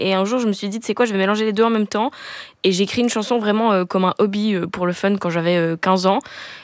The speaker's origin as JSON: {"language": "French", "town": "Lausanne", "region": "Vaud", "country": "Switzerland", "said": "Ouais, je suis de Lausanne, je suis en Suisse, du coup, je dis un bachelor."}